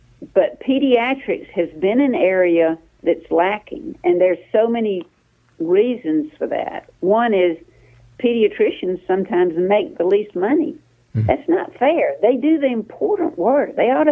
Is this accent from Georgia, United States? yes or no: yes; Sandersville, Georgia, United States